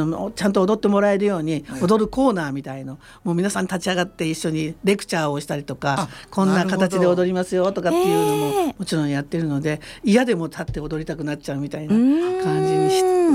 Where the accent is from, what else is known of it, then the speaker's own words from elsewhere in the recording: Kawaguchi, Saitama, Japan; born there; ね、ね、出身は生まれたんですよ、ここで。